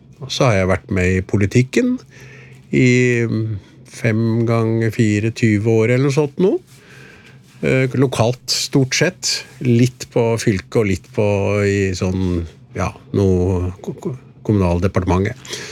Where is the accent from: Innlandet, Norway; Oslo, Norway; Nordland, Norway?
Oslo, Norway; also born or lived in Vestfold; now in Tønsberg, Norway; jeg kommer egentlig fra Oslo, men har levd store deler av livet mitt i Vestfold. Nå heter det Tønsberg kommune, gamle Ramnes kommune, så det er på andre siden av fjorden fra der vi sitter nå.